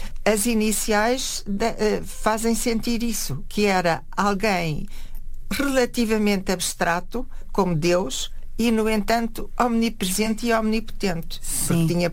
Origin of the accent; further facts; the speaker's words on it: Coimbra, Centro, Portugal; eu andei na escola pública, no liceu Infanta Dona Maria, em Coimbra, onde nasci